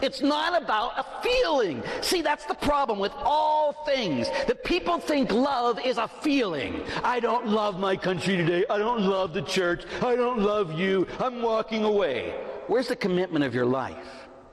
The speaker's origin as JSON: {"language": "English", "town": "Pittsburgh", "region": "Pennsylvania", "country": "United States", "tie": "born or raised there"}